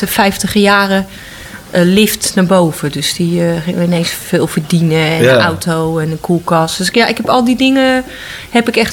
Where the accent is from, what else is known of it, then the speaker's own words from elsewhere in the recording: Utrecht, Netherlands; born there; Ik ben op de Oude Gracht geboren.